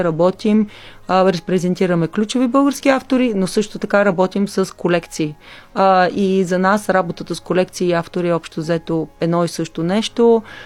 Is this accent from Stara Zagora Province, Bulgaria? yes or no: no; Plovdiv, Plovdiv Province, Bulgaria; аз съм основно от Пловдив.